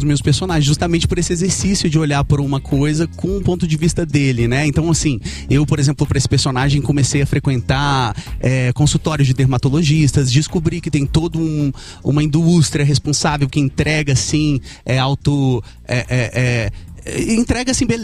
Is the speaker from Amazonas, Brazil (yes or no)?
no; Brasília, Federal District, Brazil; moved away; eu saí da periferia de Brasília, eu sou da Quebrada, né? Ai, sou da Samambaia Norte, que é um lugar assim, que eu tenho muito carinho